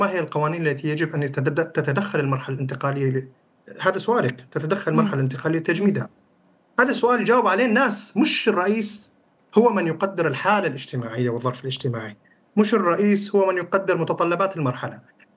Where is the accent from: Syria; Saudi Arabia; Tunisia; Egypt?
Syria